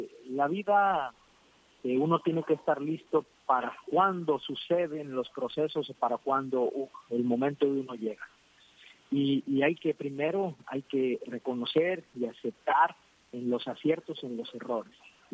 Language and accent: Spanish; Culiacán, Sinaloa, Mexico; soy un sinaloense, un culichi